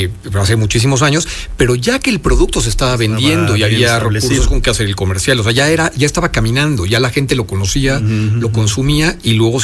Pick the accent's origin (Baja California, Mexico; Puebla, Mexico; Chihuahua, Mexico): Puebla, Mexico; realmente como poblanos, comiendo mole